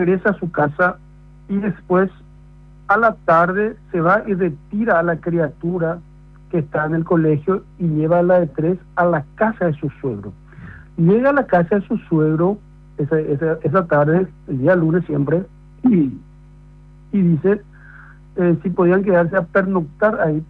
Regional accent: Villa Hayes, Presidente Hayes, Paraguay; moved away; yo soy oriundo del Chaco paraguayo.

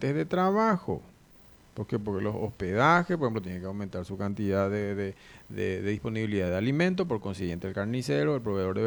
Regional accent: Paraguay

